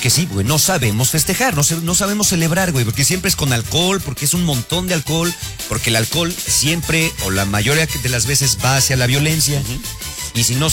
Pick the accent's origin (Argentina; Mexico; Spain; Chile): Mexico; sí generalizo como sociedad porque somos todos mexicanos, se acabó.